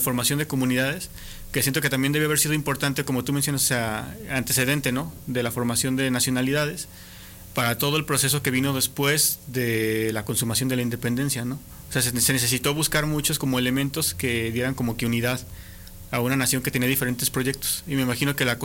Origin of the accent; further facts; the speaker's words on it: Mexico; las que somos ciudadanos mexicanos